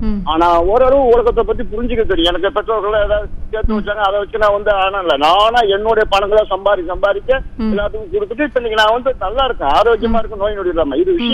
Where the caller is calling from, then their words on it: Kumbakonam, Tamil Nadu, India; Kumbakonam